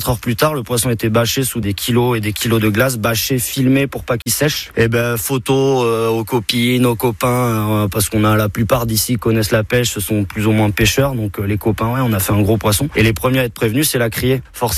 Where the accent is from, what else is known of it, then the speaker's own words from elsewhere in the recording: Caudéran, Nouvelle-Aquitaine, France; born there; j'ai 31 ans. Je suis né à Codéran et je suis marin-pêcheur sur le Cap Ferré.